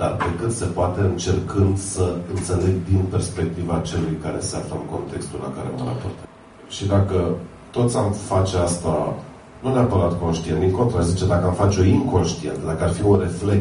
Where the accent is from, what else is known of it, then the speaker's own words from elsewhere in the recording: Maramureș County, Romania; mergea 2 săptămâni pe Valea Faserului, de unde sunt eu, din Vișeul de...